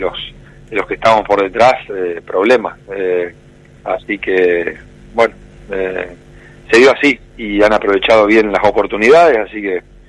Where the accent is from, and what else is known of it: Santa Fe, Argentina; also born or lived in Rosario